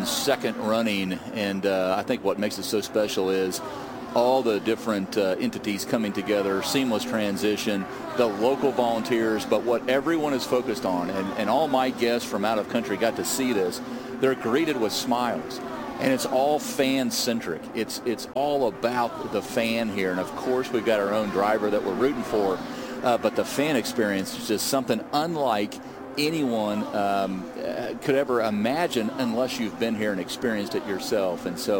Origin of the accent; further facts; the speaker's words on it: Indianapolis, Indiana, United States; Deep roots, and it's growing up on the West Side.